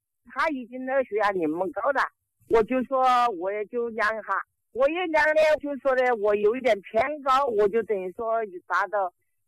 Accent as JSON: {"language": "Chinese", "town": "Gong'an County", "region": "Hubei", "country": "China", "said": "我是不公安县的。"}